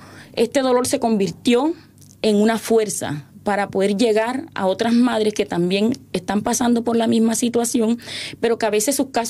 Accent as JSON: {"language": "Spanish", "town": "Cartagena", "region": "Bolívar", "country": "Colombia", "said": "vengo de la ciudad de Cartagena."}